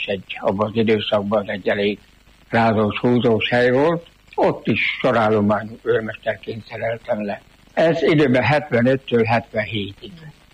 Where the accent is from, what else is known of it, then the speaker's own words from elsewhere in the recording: Törtel, Pest, Hungary; Magamról röviden, Cegléd mellett 10 kilométerre lévő kis faluban Törtelen születtem, ott is még Tanyán, bábasszonynál, és 9-en voltunk testvérek. Petroleum lámpánál nőttem fel